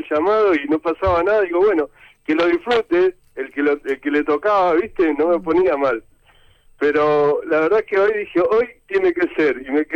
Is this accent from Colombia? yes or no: no; Dock Sud, Buenos Aires Province, Argentina; De Dock Sur, Avellaneda.